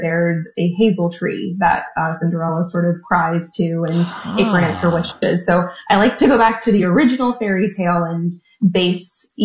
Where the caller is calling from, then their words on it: Tampa, Florida, United States; I'm calling from Tampa, Florida